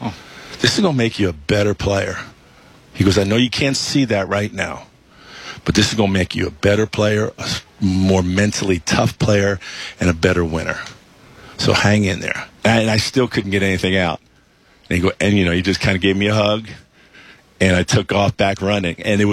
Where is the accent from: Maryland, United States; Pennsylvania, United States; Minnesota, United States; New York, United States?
New York, United States; New York City; I grew up in Queens. I had 7 brothers and sisters, so total of 8. I was the youngest boy and number 7 in that batting order.